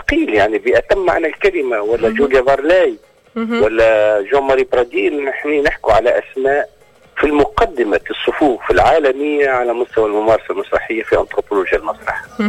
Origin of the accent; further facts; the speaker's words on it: Jemna, Kebili Governorate, Tunisia; جمنة هذه قرية موجودة بحث القلعة مش بعيدة، بين قبيلي ودوز 11 كيلومتر وهي مسقط رأسي … معروف يعني على مستوى الولايات كل.